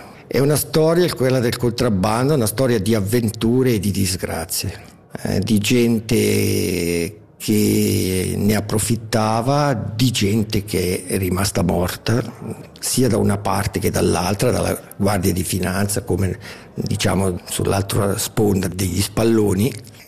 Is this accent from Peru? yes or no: no; Ticino, Switzerland; noi siamo lombardi, almeno qui nel Sottocene, nel Mendrisiotto e appunto in Valle di Muggio